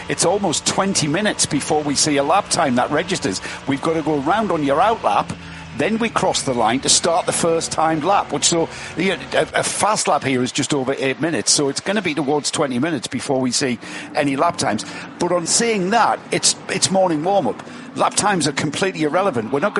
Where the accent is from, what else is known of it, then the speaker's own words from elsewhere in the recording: England, United Kingdom; Well, I'm English, so it's 3.